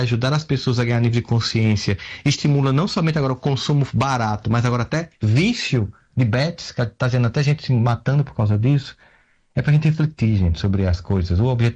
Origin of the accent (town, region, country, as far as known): Campina Grande, Paraíba, Brazil